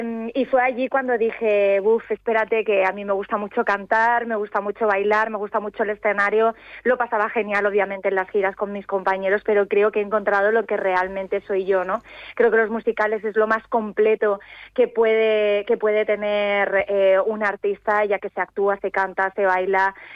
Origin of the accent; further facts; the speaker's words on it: Vila-seca, Catalonia, Spain; que era de un pueblo pequeñito, yo soy de Vilaseca, allí de Tarragona